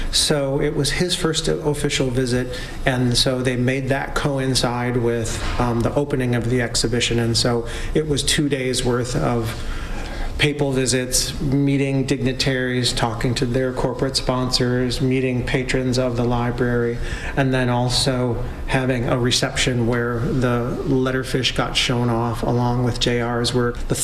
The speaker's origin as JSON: {"language": "English", "town": "Green Bay", "region": "Wisconsin", "country": "United States", "tie": "born or raised there", "said": "I was born and raised in Green Bay."}